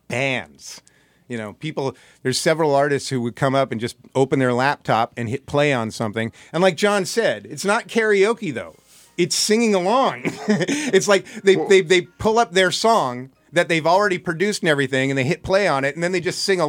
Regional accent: Davis, California, United States; I grew up in Davis, California, moved here in the 70s, 1972.

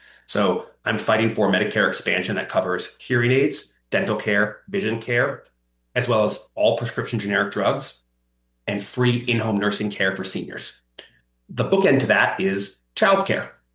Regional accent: United States; now in California, United States

